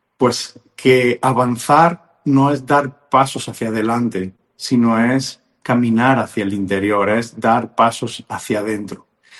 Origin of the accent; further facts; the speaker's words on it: Spain; now in Mexico; desde aquí, desde México, aunque soy de España, pero resido aquí en México